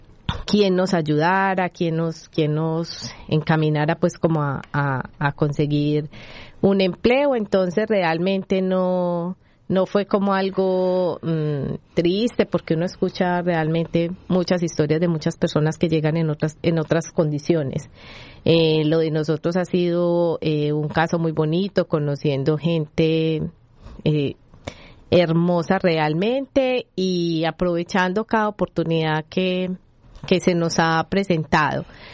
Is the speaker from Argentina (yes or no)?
no; Colombia; es colombiana, soy de Colombia, mamá de dos hermosos niños